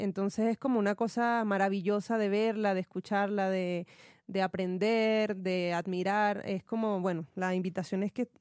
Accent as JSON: {"language": "Spanish", "country": "Venezuela", "moved": "yes", "said": "Me pasó eso mucho cuando salí de Venezuela, igual que no me había fijado como la libertad que tienes de explorar con tu ropa, ¿no?"}